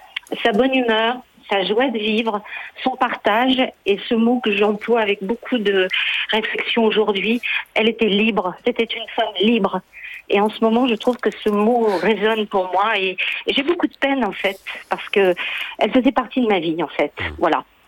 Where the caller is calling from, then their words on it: Courbevoie, Île-de-France, France; Non, j'appelle de Courbevoie.